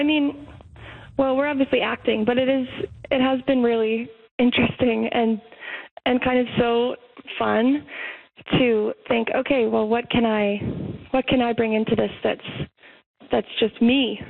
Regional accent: Canada; And I'm Canadian, and I grew up knowing the story of Anne of Green Gables and reading the books like a lot of other people.

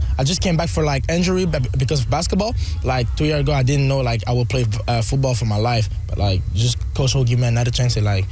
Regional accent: Laval, Quebec, Canada; English is a second language; I'm from Montreal, Laval

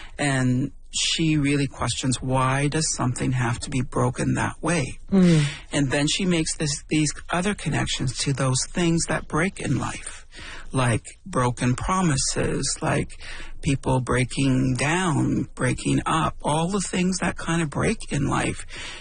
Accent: Temagami, Ontario, Canada; when I grew up in Tomogamy, in Northern Ontario, but I think this is true for all across Canada, really

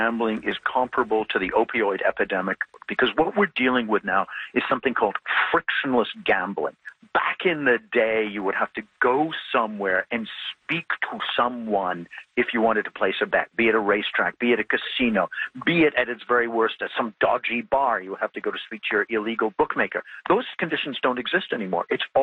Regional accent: Canada; And it boggles my mind as a Canadian

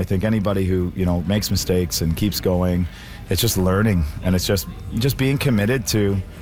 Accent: Calgary, Alberta, Canada; I'm from the prairies. I'm from Calgary.

